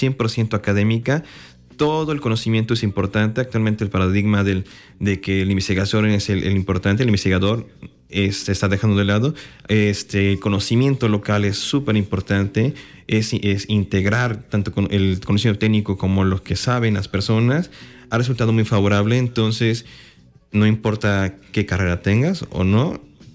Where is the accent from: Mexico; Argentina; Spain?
Mexico; Alvarado, Veracruz; Como yo soy de Alvarado, crecí viendo los manglares, ¿no? Desde chiquito.